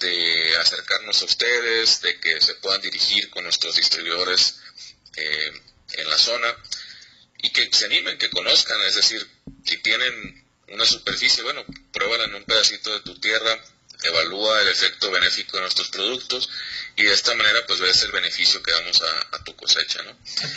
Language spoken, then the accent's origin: Spanish; Sinaloa, Mexico; moved away as an adult; now in Guadalajara, Mexico; ya tengo 11 años viviendo en Guadalajara también, pero el corazoncito siempre va a estar ahí en Sinaloa.